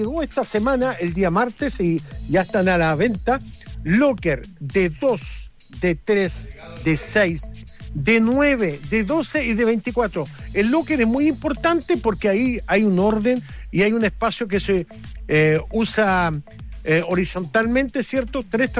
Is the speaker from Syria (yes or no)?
yes; Syria; moved away; porque ellos son palestinos, nosotros somos sirios, pero somos hermanos de la misma tribu, de la misma familia árabes